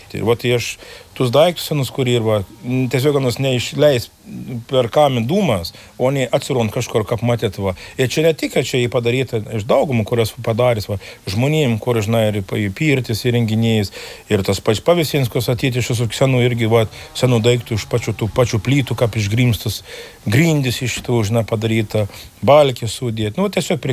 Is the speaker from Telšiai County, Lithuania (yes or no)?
yes; Viekšniai, Telšiai County, Lithuania; esam Viekšnius, kadangi aš sakau, aš esu Viekšniškis ir aš kaip, nu, sakau visiems ir sakau, aš iš Viekšnių